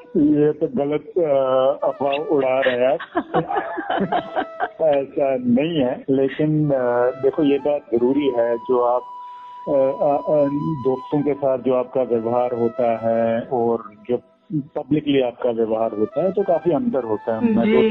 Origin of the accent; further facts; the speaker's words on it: Jammu and Kashmir, India; also born or lived in Srinagar; जी देखिए, मेरा जन्म कश्मीर में हुआ। मैं